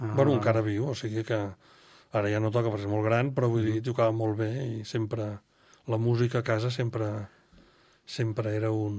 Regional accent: Barcelona, Catalonia, Spain; born there; Vaig néixer a Barcelona i he viscut a fora per estudis i tal, però sí, sóc de Barcelona i visc a Barcelona. Sóc dels privilegiats que visc a Barcelona.

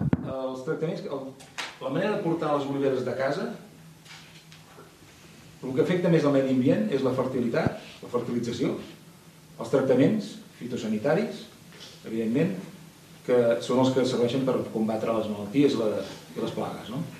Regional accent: Sant Feliu, Catalonia, Spain; Tots som de Sant Feliu.

